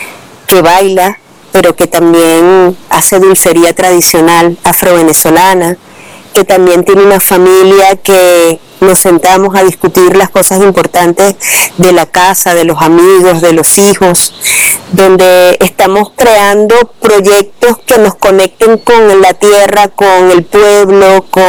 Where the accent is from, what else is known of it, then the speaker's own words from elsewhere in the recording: Caracas, Capital District, Venezuela; Yo vengo también de San Agustín del Norte. Y cuando yo estudiaba en el Liceo Andrés Bello, ese fue mi liceo de mucha gente, artista también, yo recuerdo que bailábamos por toda la ciudad en lo que llamábamos los matinés.